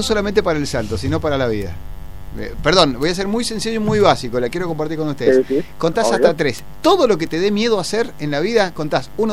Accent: Mendoza, Argentina; Nosotros estamos en Mendoza. Acá somos de Mendoza.

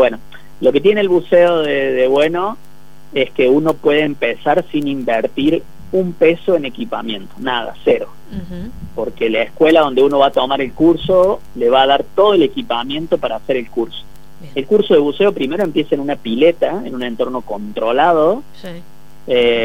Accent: Córdoba, Argentina; accent: cordobés; No de Córdoba capital, pero soy de un pueblito de Córdoba.

